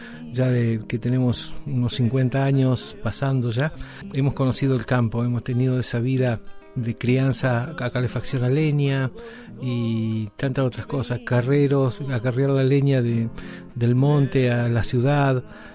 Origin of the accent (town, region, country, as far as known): Esquel, Chubut, Argentina; born there